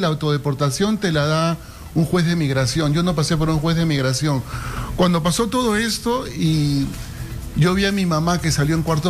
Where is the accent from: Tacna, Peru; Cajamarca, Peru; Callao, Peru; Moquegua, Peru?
Callao, Peru; yo soy chalaco y por ahí ya me manejaba bien adentro